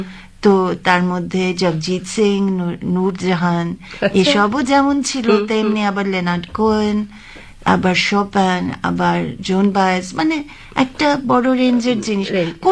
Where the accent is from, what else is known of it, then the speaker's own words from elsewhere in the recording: Shillong, Meghalaya, India; আমি শিলংয়ে বড় হয়েছি